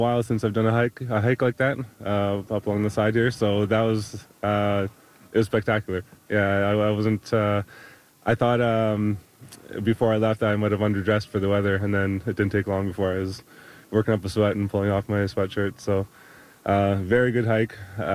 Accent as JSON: {"language": "English", "town": "Bradford", "region": "Ontario", "country": "Canada", "said": "I'm from Bradford, Ontario."}